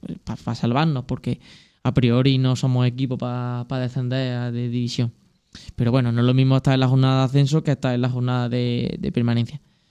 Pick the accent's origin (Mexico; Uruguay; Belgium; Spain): Spain; Andalusia; por mi tierra, de allí por el Valle de los Pedroches, Belalcázar, Hinojosa, etcétera.